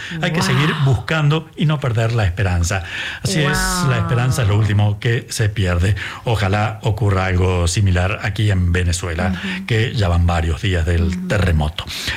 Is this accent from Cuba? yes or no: no; Argentina; Le hemos dedicado a México y yo, siendo conductor argentino, todavía nada para Argentina